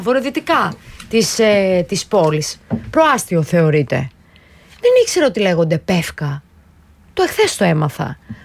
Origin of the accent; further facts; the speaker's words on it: Thessaloniki, Central Macedonia, Greece; Εγώ είμαι από τη Θεσσαλονίκη. Ενώ τη μεγάλωσα εκεί, σπούδασα εκεί.